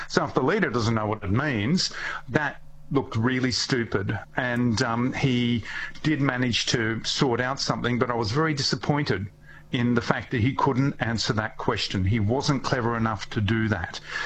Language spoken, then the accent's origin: English; Greece; English is a second language; accepted, learnt English, did all that stuff. And just listen to me, I don't sound like, you know, I come from Greece, but it was allowed and it's been accepted.